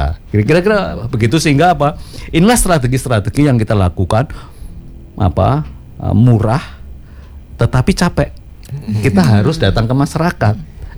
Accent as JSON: {"language": "Indonesian", "town": "Surakarta", "region": "Central Java", "country": "Indonesia", "said": "Itu saya orang Solo tapi tahu."}